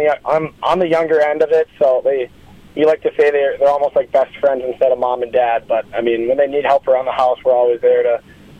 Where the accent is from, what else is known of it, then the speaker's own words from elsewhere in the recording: Minnesota, United States; growing up in Minnesota, I was actually a Wisconsin fan growing up in Minnesota territory, so it's hard, but I mean, I've got family from Wisconsin, the Milwaukee area, so I've been around Badger sports since I was little